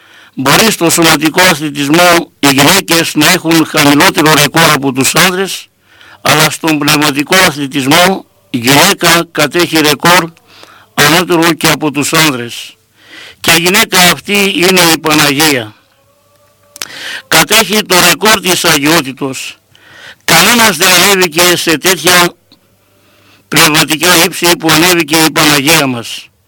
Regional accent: Greece

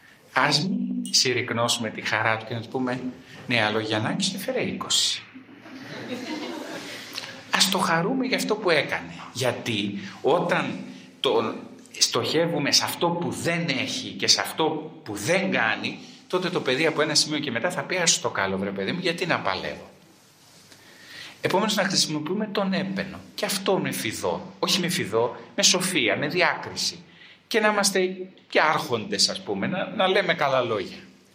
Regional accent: Greece; σαν Έλληνες πως είμαστε πολύ φιλότιμοι άνθρωποι

